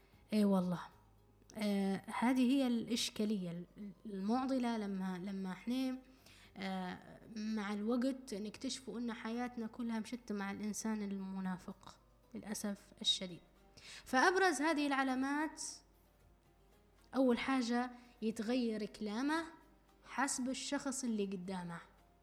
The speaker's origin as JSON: {"language": "Arabic", "country": "Libya", "accent": "Libyan", "said": "نقول احنا بلهجتنا الليبية"}